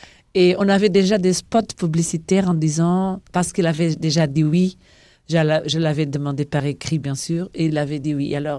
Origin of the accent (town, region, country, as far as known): Portugal